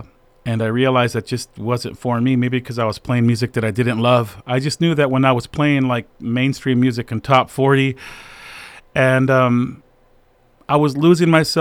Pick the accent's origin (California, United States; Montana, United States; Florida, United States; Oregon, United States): California, United States; San Jose; a good friend of mine that I grew up in San Jose with, Arturo Garzas.